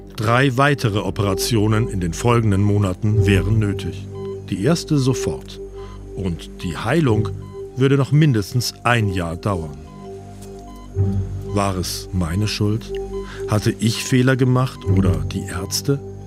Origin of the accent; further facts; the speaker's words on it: Bavaria, Germany; In meine Heimat nach Bayern und dann nach Italien.